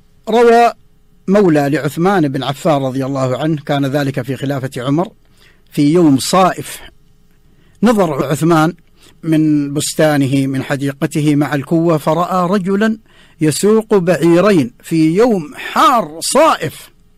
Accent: Saudi Arabia; بلادنا المملكة العربية السعودية

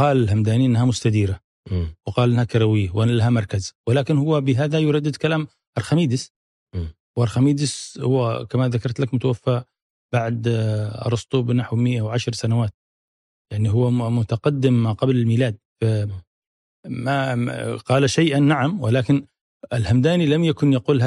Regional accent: Rada'a, Al Bayda Governorate, Yemen; أنا من قيفة، من تابعة لردع، وهي من مساكن حمير في في القدم، وإن كانت سكنتها مذعج ولكن هي في الأصل من مساكن حمير.

